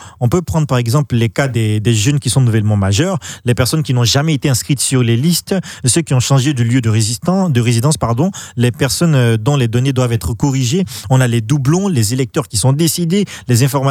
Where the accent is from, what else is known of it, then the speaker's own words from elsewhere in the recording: Côte d’Ivoire; qu'on est ivoirien